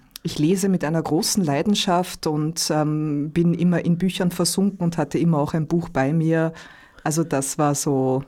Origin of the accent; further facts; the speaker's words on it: Vienna, Austria; Im 22. Bezirk in Wien.